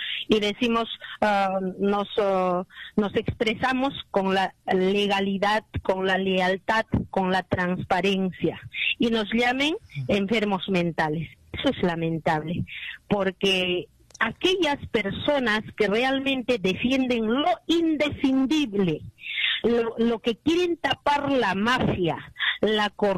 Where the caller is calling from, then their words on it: Tacna, Peru; Me estoy comunicando desde Tacna.